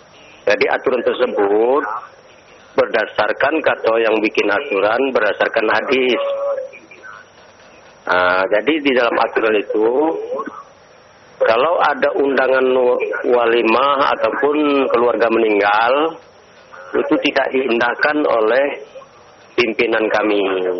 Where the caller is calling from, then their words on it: Jambi, Indonesia